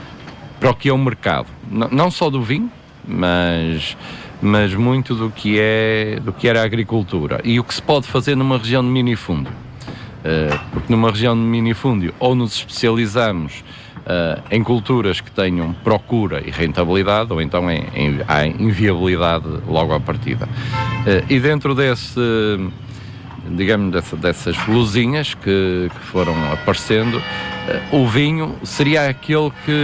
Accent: Marco de Canaveses, Norte, Portugal; moved away as an adult; now in Amarante, Portugal; Eu sou natural do Mar Canaveses, um concelho vizinho, mas, por ironia do destino, vim parar a Amarante, Agatão, em específico

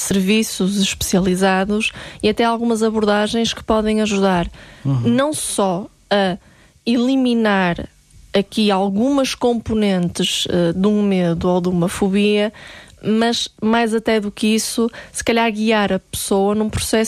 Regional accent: Porto, Portugal; que nós somos aqui do Norte, na Boa Vista

